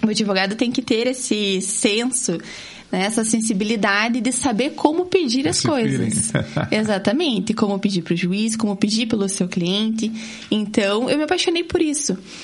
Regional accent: Curitiba, Paraná, Brazil; born there; Sou daqui de Curitiba.

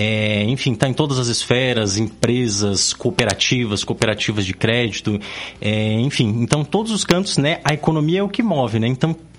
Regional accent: Ponta Grossa, Paraná, Brazil; Eu sou nascido, criado, vivido e estudado em Ponta Grossa, Campos Gerais.

